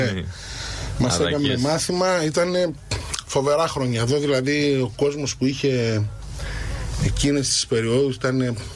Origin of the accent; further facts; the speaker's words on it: Thessaloniki, Central Macedonia, Greece; born there; also born or lived in Agioneri, Kilkis; εγώ κατάγομαι από το παλιό Αγιονέρι Κιλκής. Γεννήθηκα Θεσσαλονίκη. Μένω Θεσσαλονίκη, καταγωγή μου είναι από εκεί. Είμαι παντρεμένος, έχω δύο παιδιά.